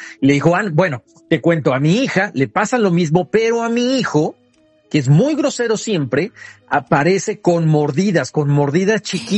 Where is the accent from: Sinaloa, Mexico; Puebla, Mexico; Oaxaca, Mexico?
Oaxaca, Mexico; yo soy de Oaxaca.